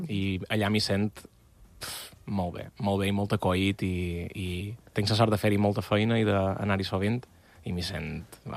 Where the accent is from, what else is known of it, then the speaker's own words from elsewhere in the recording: Balearic Islands, Spain; now in Catalonia, Spain; com a mallorquí que no viu a Mallorca, sí que viu a Catalunya, sí que viu en català, en el meu cas, en mallorquí